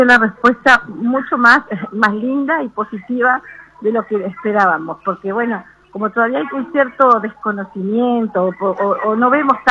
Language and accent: Spanish; Tacuarembó, Uruguay; somos Tacuarembó, tierra de … del tango y del folclore